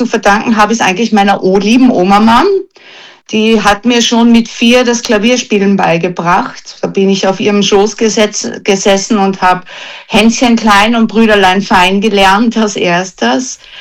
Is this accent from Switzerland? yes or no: no; Austria; Also natürlich bei uns in Österreich war es mal ganz klar